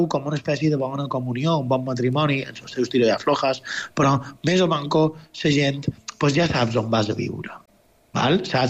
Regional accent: Marratxí, Balearic Islands, Spain; pels que som de Marratxí, allò és nostre, vull dir, és un espai lliure, allà on tota la vida hi ha hagut activitat

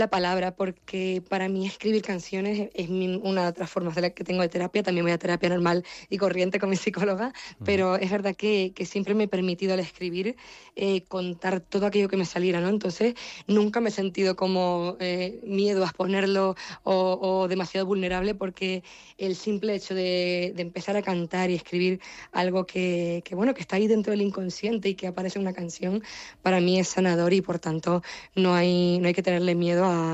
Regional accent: Canary Islands, Spain

